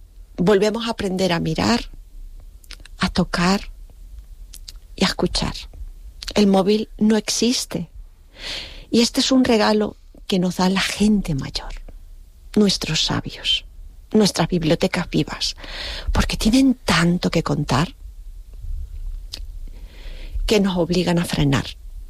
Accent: El Hierro, Canary Islands, Spain; yo soy del Hierro

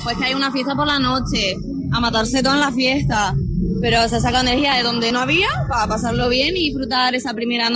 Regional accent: Canary Islands, Spain; sobre todo nosotras que venimos de Canarias

